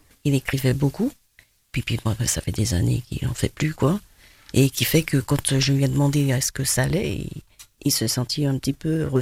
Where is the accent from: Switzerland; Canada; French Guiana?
French Guiana; beaucoup de zouk, puisque je suis guyanaise.